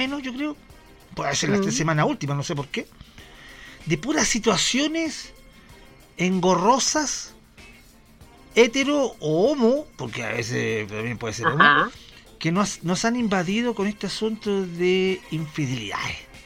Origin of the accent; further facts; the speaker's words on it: Chile; somos chilenos